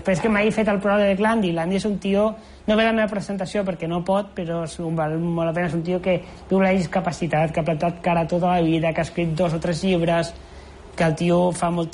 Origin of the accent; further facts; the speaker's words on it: Tarragona, Catalonia, Spain; Soc de Tarragona, sí, sí.